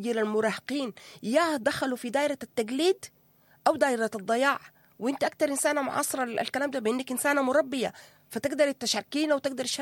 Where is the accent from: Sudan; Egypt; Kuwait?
Sudan; احنا كمجتمع سوداني